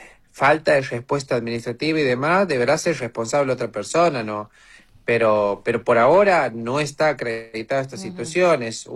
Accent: Argentina; la que nos afecta a nosotros, digamos, como argentinos

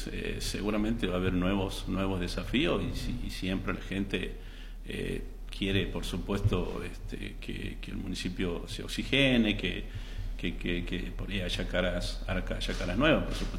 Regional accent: Tintina, Santiago del Estero, Argentina; muchos jóvenes de mi pueblo

